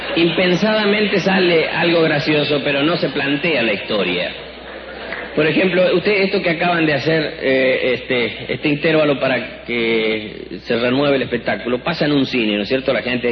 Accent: Chaco, Argentina; ya que no soy yo de Buenos Aires, sino yo soy de una provincia que se llama Chaco, que está en el noreste

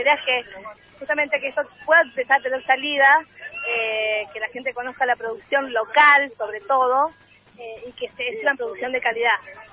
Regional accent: Argentina; now in Río Colorado, Argentina; yo estoy viviendo en Río Colorado, soy oriunda de este pueblo. Vivo en Río Colorado en este momento.

